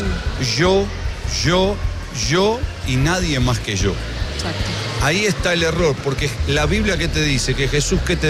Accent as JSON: {"language": "Spanish", "country": "Argentina", "said": "Vengo de Argentina, ustedes lo saben."}